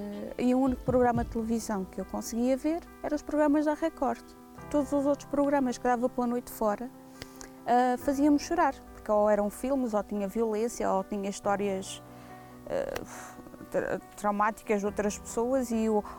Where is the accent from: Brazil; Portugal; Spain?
Portugal; Ribeira Brava, Madeira; moved away as an adult; Eu nasci e cresci na Ribeira Brava, na Ilha da Madeira.